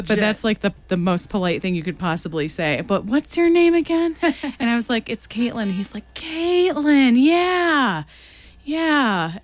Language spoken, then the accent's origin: English; Illinois, United States; Yeah, we are. Oh my gosh. We're all Illinoisans here.